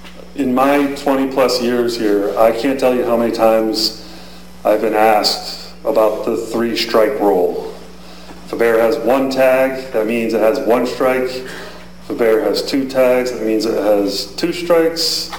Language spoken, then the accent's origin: English; Hartland, Connecticut, United States; I grew up in Heartland